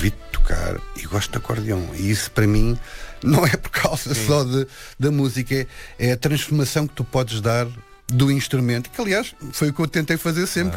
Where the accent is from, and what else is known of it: Lisbon, Portugal; born there